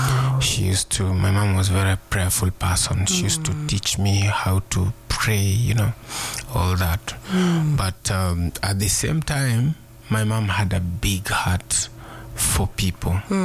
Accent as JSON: {"language": "English", "town": "Kitale", "region": "Trans-Nzoia County", "country": "Kenya", "tie": "born or raised there", "also_born_or_lived": "Nandi, Kenya", "said": "I was born in Nandi, a place called in Nandi. And I grew up in Kitale."}